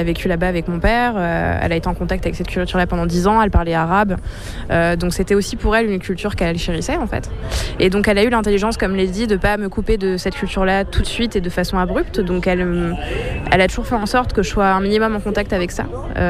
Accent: Grand Est, France; Moi j'ai grandi en Champagne-Ardenne, donc grosse ruralité française, dans une famille qui s'appelle, enfin … donc quelque chose de très franco-français gaulois.

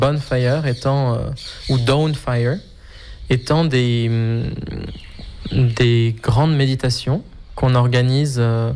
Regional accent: Auroville, Tamil Nadu, India; Je suis pas né ici parce que je suis né à Jaima, qui est une autre communauté d'Auroville, et puis j'ai vécu mon enfance à Dana, qui est encore une autre communauté. Et ma mère s'est installée ici à Grace il y a un peu moins de 10 ans

